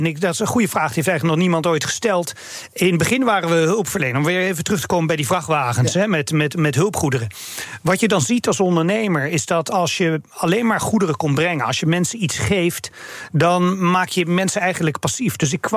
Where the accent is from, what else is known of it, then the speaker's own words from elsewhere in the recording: Noordwijk, South Holland, Netherlands; Ik ben een dorpeling uit Noordwijk, dus ik heb een andere realiteit.